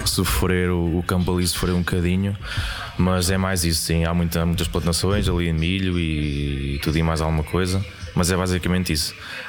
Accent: Centro, Portugal; now in Coimbra, Portugal; É a minha terra, pronto. Eu estou cá, há de ser sempre a minha terra.

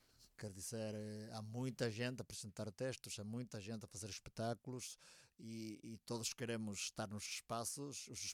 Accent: Vigo, Galicia, Spain; accent: Rías Baixas, Vigo Galician; Portuguese is a second language; E eu sou de Vigo

